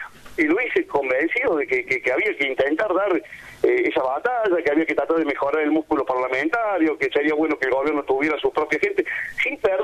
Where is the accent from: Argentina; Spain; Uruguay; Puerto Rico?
Argentina; cómo somos los argentinos